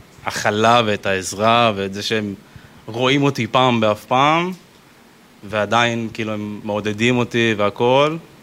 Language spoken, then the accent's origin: Hebrew; Haifa, Haifa District, Israel; moved away as an adult; now in Central Israel; אני בן 26, מחיפה, במקור. עברתי למרכז לשנה האחרונה.